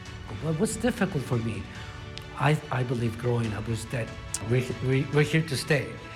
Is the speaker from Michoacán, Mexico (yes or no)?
no; San Luis Potosí, Mexico; Yes, you know, I was born in San Luis Potosí, and this is in the central part of Mexico. I grew up pretty close to the church, to our local church.